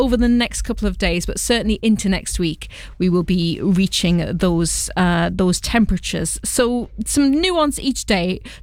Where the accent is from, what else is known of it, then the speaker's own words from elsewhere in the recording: North East England, United Kingdom; now in London, United Kingdom; I'm a Geordie